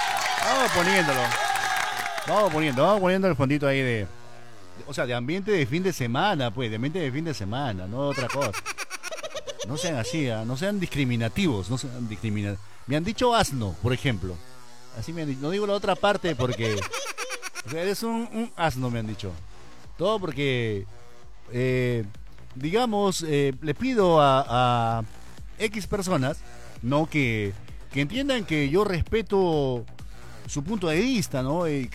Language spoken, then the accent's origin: Spanish; Peru; Hay que participar como peruanos de lo que estamos viviendo ahora.